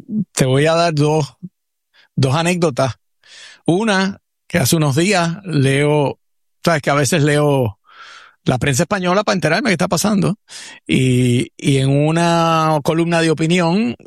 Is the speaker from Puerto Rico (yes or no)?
yes; Puerto Rico; accent: Puerto Rican; jóvenes que están cantando … lo hacen con acento más puertorriqueño que el mío.